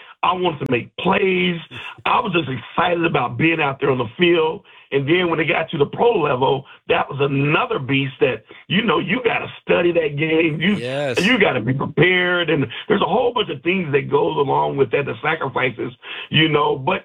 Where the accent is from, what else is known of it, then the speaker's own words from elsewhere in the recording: Casa Grande, Arizona, United States; for a young boy come from Casa Grande